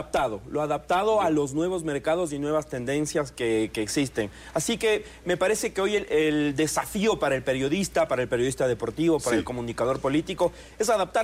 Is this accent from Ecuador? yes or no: yes; Ecuador; la fragilidad que podemos tener nosotros como ecuatorianos